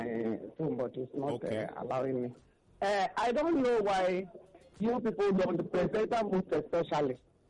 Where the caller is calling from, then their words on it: Lagos, Nigeria; I'm calling from Satellite Town.